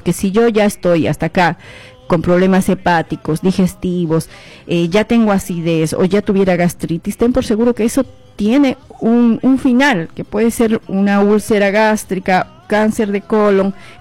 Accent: Bolivia

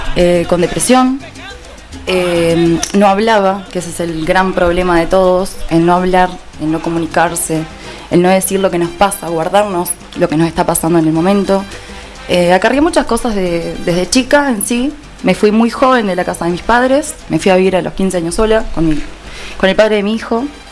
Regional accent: Maldonado, Uruguay; Soy Fernandina, acá de Maldonado

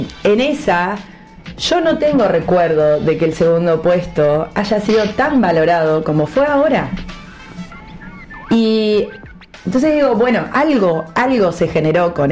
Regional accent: Argentina

